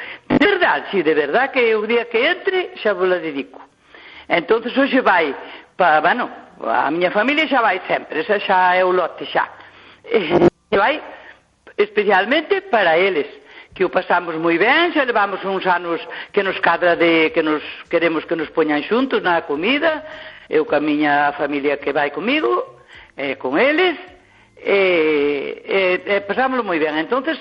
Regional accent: Teo, Galicia, Spain; now in Santiago de Compostela, Spain; E eu, como era da lá de Teio, pois ainda me tira algo para lá, a pesar de que levo 50 e moitos anos en Santiag

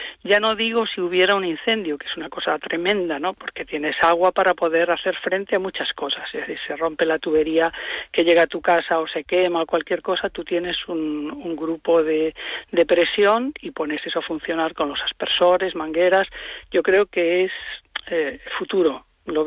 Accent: Galicia, Spain; aquí no nos va a pasar porque somos gallegos, llueve mucho

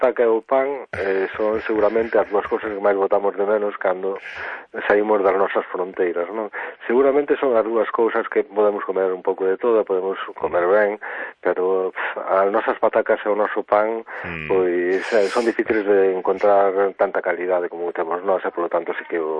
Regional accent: Galicia, Spain; En Bergantiños somos tamén pataqueiros e pataqueiras, non?

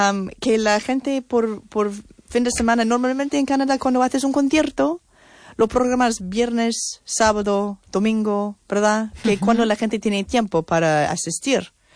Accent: Marín, Galicia, Spain; Es que no soy de Pontevedra, soy de Marín. Es que realmente es 2 kilómetros.

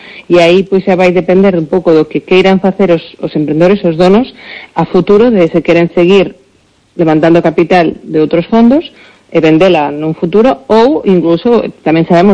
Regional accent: Galicia, Spain; Pero a nivel galega, como galega falando

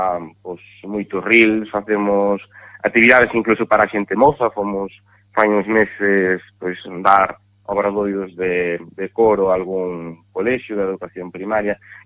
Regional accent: Carballo, Galicia, Spain; además eu son de aquí, son de Carballo, que por eso además me hace moitísima ilusión dirixir … aquí en Carballo temos unha tradición moi grande de música tradicional galega

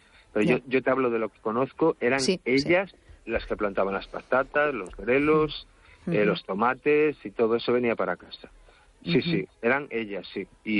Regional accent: Cangas, Spain; yo soy de Cangas y tengo ese uh-huh. lenguaje aún de ir a sachar a beija.

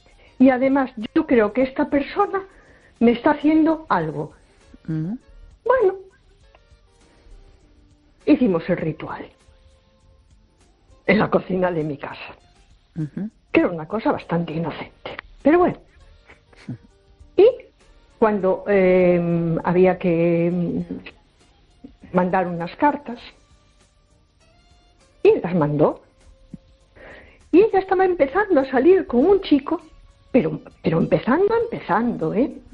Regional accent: A Coruña, Galicia, Spain

